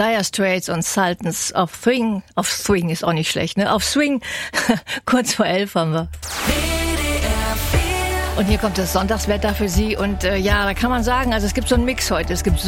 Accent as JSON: {"language": "German", "town": "Meerbusch", "region": "North Rhine-Westphalia", "country": "Germany", "tie": "born or raised there", "said": "Und in Meerbusch, meiner Heimatstadt, bis 32 Grad."}